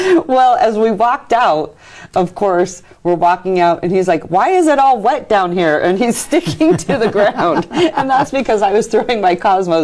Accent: Reno, Nevada, United States; born or raised there

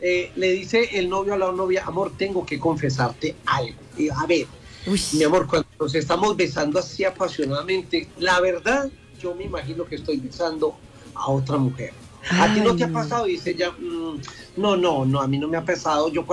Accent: Entrerríos, Antioquia, Colombia; Caramanchuma, Entre Ríos. Que es mi pueblo.

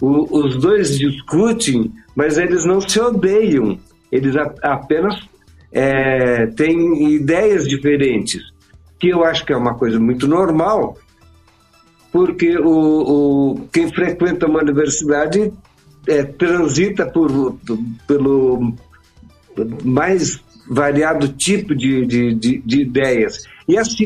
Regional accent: Porto Alegre, Rio Grande do Sul, Brazil; Na minha juventude, ainda em Porto Alegre, há mais de 50 anos atrás, eu frequentava uma barbearia em que acontecia isso.

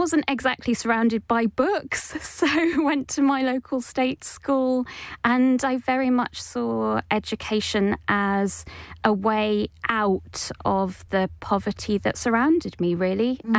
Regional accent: Oldham, North West England, United Kingdom; So I grew up in Oldham, probably a century too late, because Oldham was really at its peak in 1890. It was part of the whole Manchester hub.

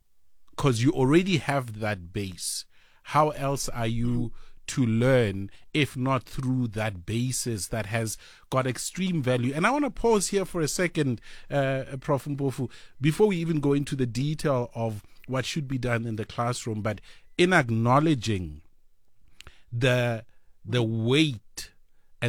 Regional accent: South Africa; as a South African for myself, speaking, multiple languages

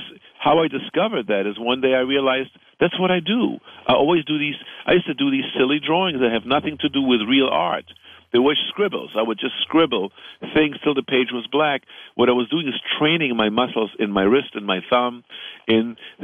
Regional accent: China; also born or lived in Berlin, Germany; I was born in Berlin. But, you know, I was raised in China

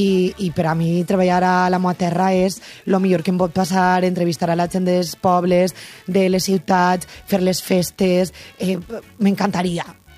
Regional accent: Valencian Community, Spain

